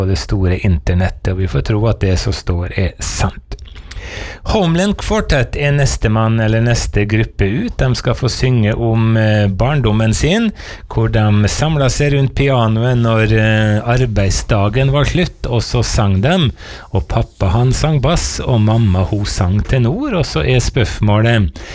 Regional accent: Møre og Romsdal, Norway; men där växte vi upp. Vi var två syskon. Och så var det mamma och pappa och så var det bestemor och bestefar eller farmor och farfar. Alla sammen I två hus tätt I tätt på en gård. Och så var det 3 mil till Molde

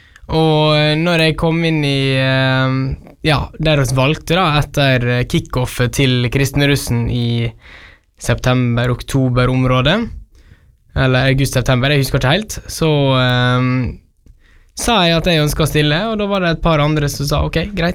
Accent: Tamfjorden, Møre og Romsdal, Norway; Jag kommer ifrån Tamfjorden.

